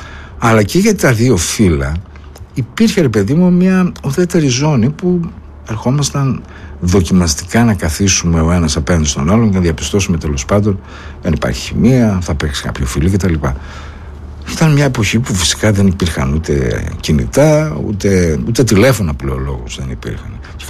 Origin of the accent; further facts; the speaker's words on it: Greece; Εμείς σαν Έλληνες δεν είχαμε καμία σχέση με αυτό το πράγμα.